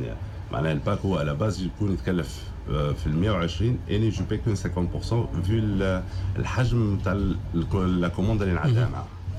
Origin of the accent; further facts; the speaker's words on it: Tunisia; بالنسبه لي يعني كتونسي فخر لي كوني تونسي، الواحد الانتماء نتاعو ما باش ينسى ولا يبعد عليه ولا مش يتبدل.